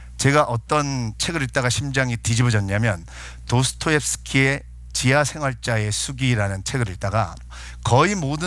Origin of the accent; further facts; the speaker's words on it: Sangju, North Gyeongsang, South Korea; 제 고향이 경북 상주예요. 근데 상주 축협에서 저를 이제 강사로 초빙을 한 거예요.